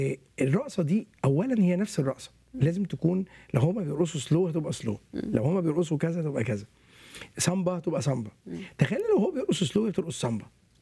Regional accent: Egypt; عندنا في مصر

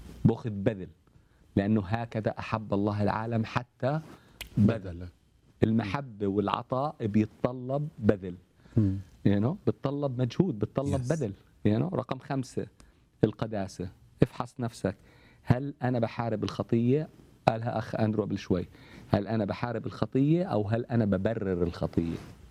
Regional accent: Syria; أنا سوري استخدمت اليوم تعبير الصبح

